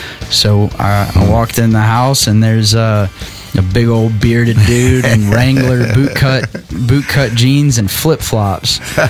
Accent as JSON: {"language": "English", "region": "Oklahoma", "country": "United States", "said": "I'm from Oklahoma. I'm 16. I'm out here trying to write some songs"}